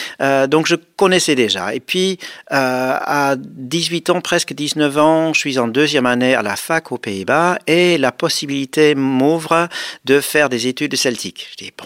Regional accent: Netherlands; French is a second language; moved away as an adult; now in Brittany, France; Je suis originaire des Pays-Bas

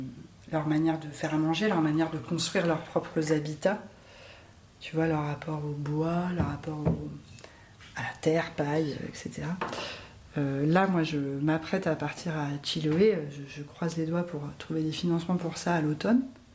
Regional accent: Brittany, France; Mais comme je suis bretonne, j'ai la peau pâle.

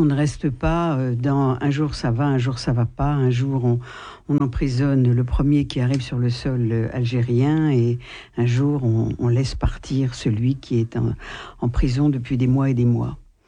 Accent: Morocco; born there; Alors, il se trouve que moi, je suis née au Maroc et que, de ce fait, j'ai entendu peut-être davantage de choses.

